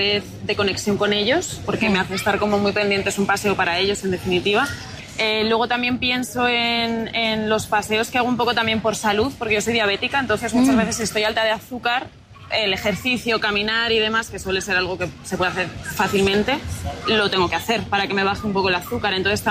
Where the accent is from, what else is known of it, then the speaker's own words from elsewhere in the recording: Segovia, Castile and León, Spain; Pues te diría que Madrid. Sí, sí, yo soy de Segovia.